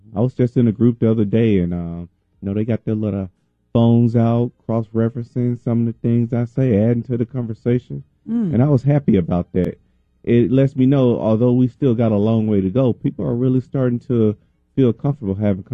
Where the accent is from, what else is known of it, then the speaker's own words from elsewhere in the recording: Lambert, Mississippi, United States; I'm a guy from the South. I'm from the Mississippi Delta. Born and raised in Lambert, Mississippi, a little bitty town. And that's where I come from.